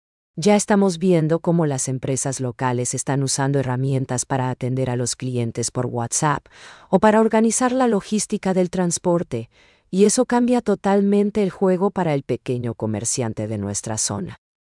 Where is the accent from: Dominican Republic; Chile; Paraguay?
Paraguay; esa conexión especial que nos define como paraguayos